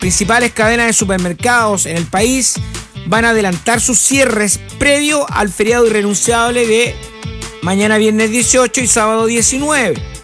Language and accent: Spanish; Chile; como buenos chilenos siempre andamos a última hora